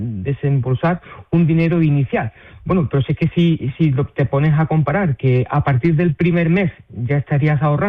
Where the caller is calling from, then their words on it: Utrera, Andalusia, Spain; Estamos en Utrera, en Sevilla.